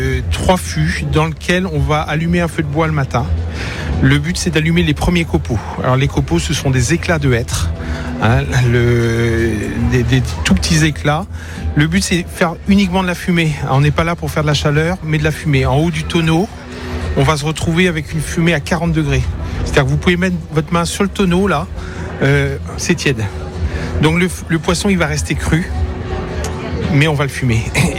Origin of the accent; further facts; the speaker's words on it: Brittany, France; vers chez nous en Bretagne, on avait le salage.